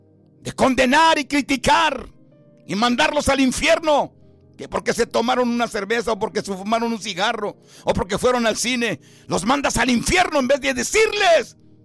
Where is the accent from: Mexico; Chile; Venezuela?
Mexico; Nuevo León; yo soy de Garza González y Ramones ahí está cerca